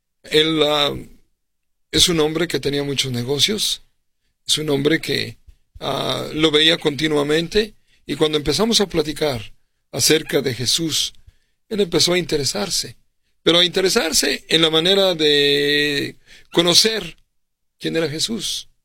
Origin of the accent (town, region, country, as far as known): Mexico